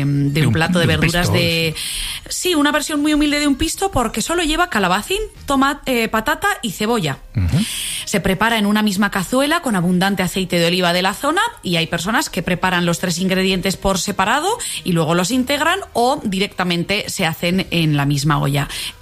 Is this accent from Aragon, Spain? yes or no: yes; Aragon, Spain; Como buena aragonesa, yo en mi casa lo que hago es fritada, que es ese sabor que pues me lleva a mi infancia